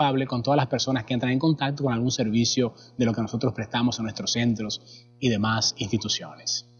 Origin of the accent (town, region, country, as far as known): Dominican Republic